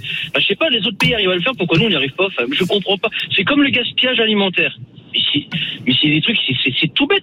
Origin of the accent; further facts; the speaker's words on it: Grand Est, France; now in Yvelines, France; Enfin, moi, j'ai grandi en Alsace